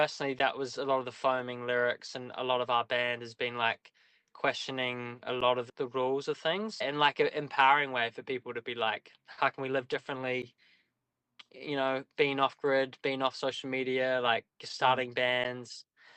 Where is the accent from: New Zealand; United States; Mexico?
New Zealand; also born or lived in Australia; Well, it's interesting growing up in New Zealand and Australia. It was all barefoot and exploring mountains and hiking and the coast